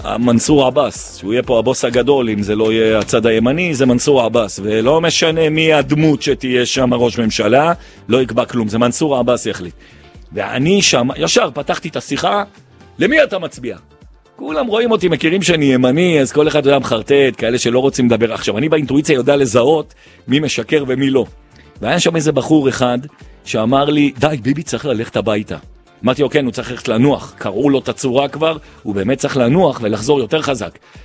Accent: Jerusalem, Jerusalem District, Israel; אני ירושלמי.

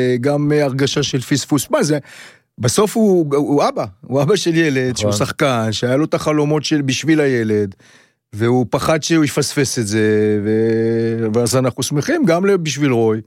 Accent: Tel Aviv, Tel Aviv District, Israel; born there; אני תל אביבי, נולדתי בתל אביב

